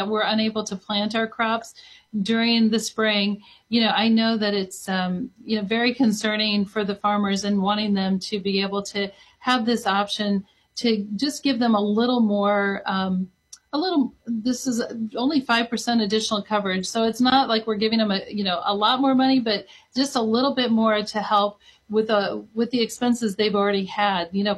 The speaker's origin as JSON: {"language": "English", "region": "Iowa", "country": "United States", "said": "As farmers, and I'm a farmer from Iowa, so I can speak to the farmers in Iowa."}